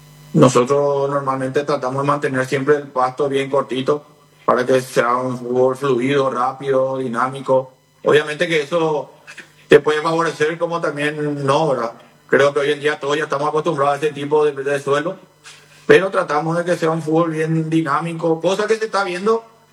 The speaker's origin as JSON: {"language": "Spanish", "country": "Paraguay", "said": "Pero eso es muy bueno para que nosotros sigamos siendo cada vez más competitivos como fútbol paraguayo."}